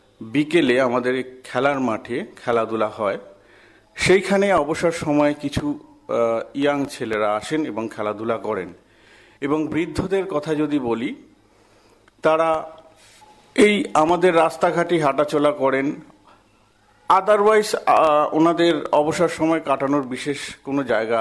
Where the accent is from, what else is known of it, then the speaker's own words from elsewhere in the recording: Howrah district, West Bengal, India; হাওড়া জেলার নলপুর পঞ্চায়েতের অধীন দাঁতপুর গ্রামের বাসিন্দা। ছোটবেলা থেকেই এই গ্রামেই আমার বেড়ে ওঠা, স্কুল কলেজ সব এখান থেকেই, কিন্তু আমার কলেজটি ছিল একটু দূরে